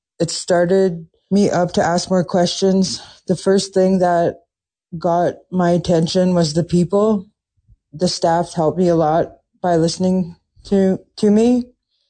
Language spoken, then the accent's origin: English; Thompson, Manitoba, Canada; I'm from Thompson. I grew up with my mother and my brothers, a single parent home